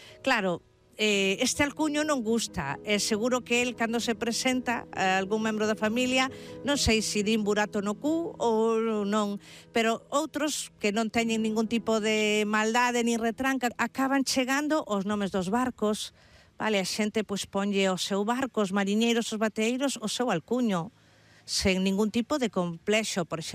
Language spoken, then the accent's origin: Galician; Illa de Arousa, Galicia, Spain; Coruña é a veciñanza da Illa de Arousa, que somos provincia de Pontevedra.